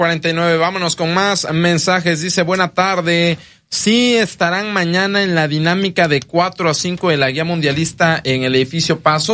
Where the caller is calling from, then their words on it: Frontera, Tabasco, Mexico; Un saludo desde el puerto de Frontera y también en Centla, Tabasco … para ustedes que son especialistas.